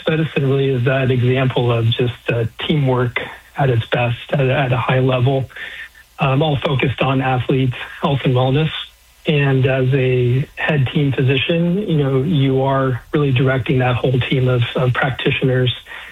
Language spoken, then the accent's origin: English; Cocoa Beach, Florida, United States; now in California, United States; I grew up in Cocoa Beach, Florida.